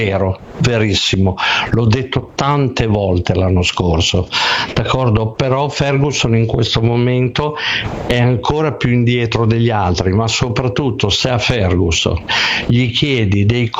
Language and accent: Italian; Bologna, Emilia-Romagna, Italy; come diciamo noi a Bologna, fai una bella lingua lunga